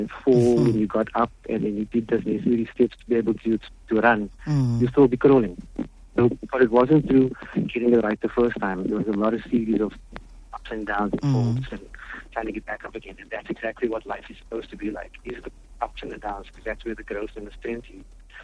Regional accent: Athlone, Western Cape, South Africa; I'm from Athlone, from Thornton Road, went to Sunnyside Primary. So that is where I grew up. I'm 51 years old, so I understand the dynamics on that area.

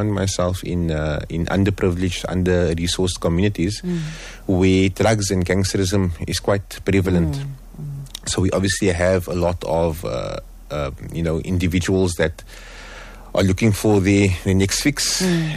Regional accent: Cape Town, Western Cape, South Africa; I grew up in Strandfontein.

